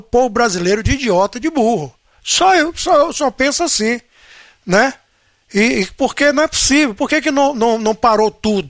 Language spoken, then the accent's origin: Portuguese; Minas Gerais, Brazil; now in Bahia, Brazil; Todo mundo sabe que eu sou mineiro, né? Mas minha família é baiana.